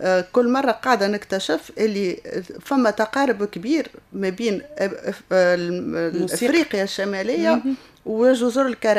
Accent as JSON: {"language": "Arabic", "country": "Tunisia", "said": "عيد الاستقلال عندنا في تونس"}